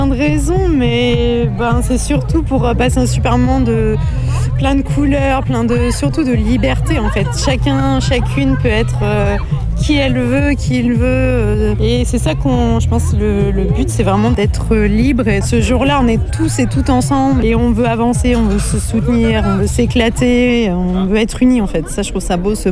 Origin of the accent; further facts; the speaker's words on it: Bussière-Galant, Nouvelle-Aquitaine, France; Je viens de Bussière-Galant.